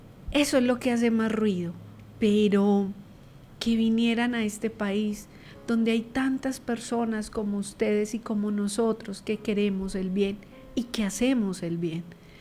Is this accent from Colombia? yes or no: yes; Colombia